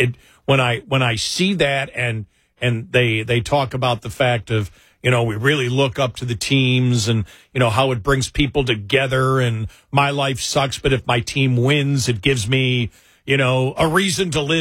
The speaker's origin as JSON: {"language": "English", "region": "Northeast", "country": "United States", "tie": "born or raised there", "said": "you think of growing up in the Northeast, some of the stadiums, you know, in Cleveland."}